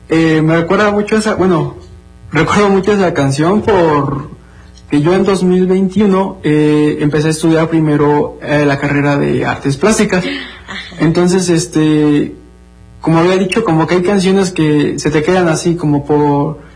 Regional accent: San Andrés Payuca, Puebla, Mexico; moved away as an adult; yo soy de San Andrés Payuca, uh-huh. Aquí cerquita de Libres. Mis papás, igualmente son de allá. Yo, mis abuelitos igual de allá.

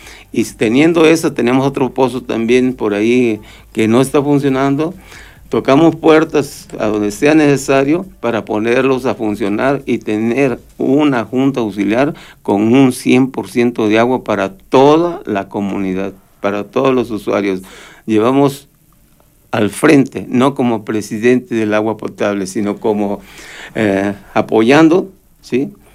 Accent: Amatitlán, Veracruz, Mexico; No es nada más Amatitlán, ¿eh? Pero yo me tengo que especificar en mi comunidad, en mi pueblo.

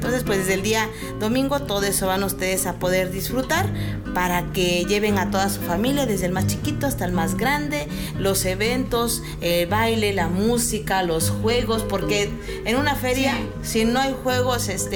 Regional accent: Mexico

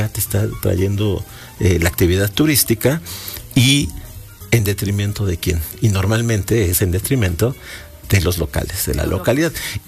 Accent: Puebla, Mexico

